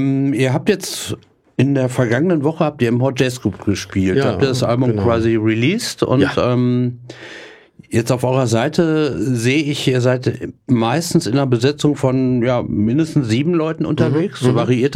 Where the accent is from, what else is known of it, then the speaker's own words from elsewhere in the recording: Düsseldorf, North Rhine-Westphalia, Germany; moved away; Ich bin in Düsseldorf aufgewachsen, aber wohne jetzt schon.